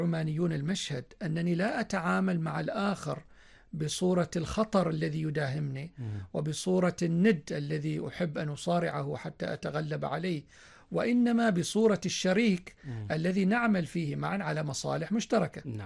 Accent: Oman; بلادي عمان

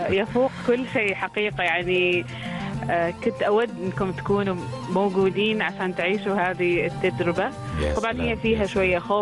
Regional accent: Oman; عندنا في سلطنة عمان. ونحن يعني بدورنا كأبناء هذا الوطن

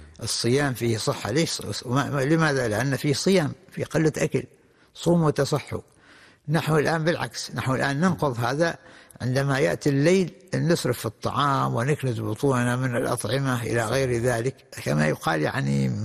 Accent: Oman; وخاصة احنا عندنا في عمان أو في دول منطقة الخليج

